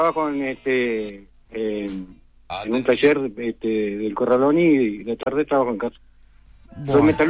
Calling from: Young, Río Negro, Uruguay; Yo vivo en la ciudad de Yung.

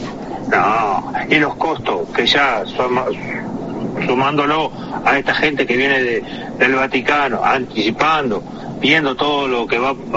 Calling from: Durazno, Uruguay; En ruta, vengo bajo una niebla constante desde que salí de Montevideo. Estoy en la zona de Durazno ya.

